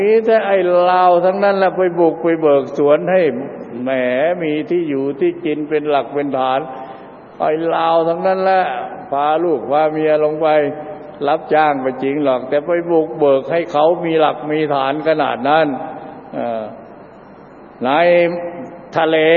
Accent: Isan, Thailand; เราก็เป็นคนภาคอีสาน 100%

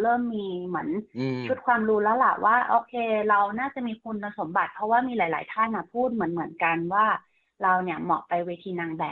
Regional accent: Chiang Mai, Thailand; เดิมทีนะคะ … เป็นคนจังหวัดเชียงใหม่ค่ะเกิดแล้วก็โตที่จังหวัดเชียงใหม่นะคะ

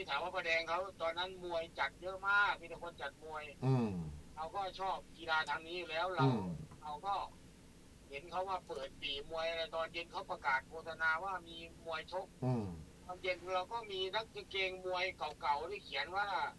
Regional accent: Ubon Ratchathani, Thailand; moved away; also born or lived in Phra Pradaeng; เราเป็นคนอุบล

